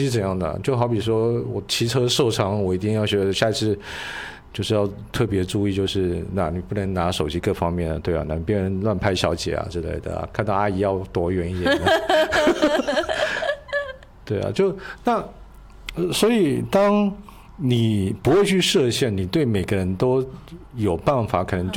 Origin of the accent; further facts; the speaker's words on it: Taiwan; moved away as an adult; now in Shanghai, China; 我是台湾人